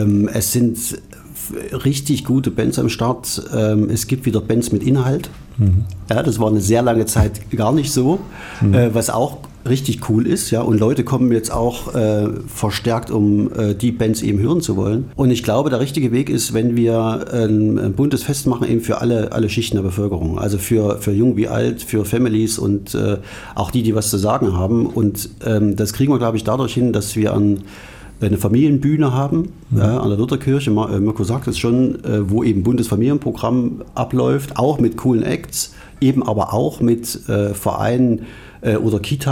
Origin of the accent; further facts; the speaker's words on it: Erfurt, Thuringia, Germany; Ich bin Erfurter. Tatsächlich. Okay. Ja, ich bin Erfurter.